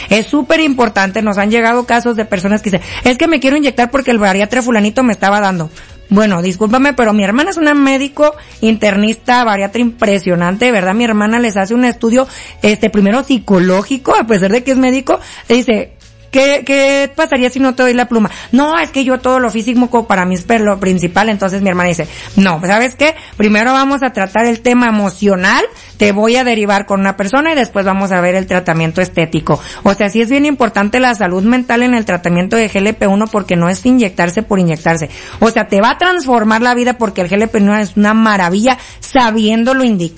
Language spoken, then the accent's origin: Spanish; Tecalitlán, Jalisco, Mexico; Saludos a mi pueblo, Tecalitlán.